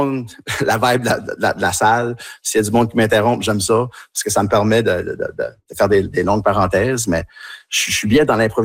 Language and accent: French; Tracadie, New Brunswick, Canada; accent: Tracadie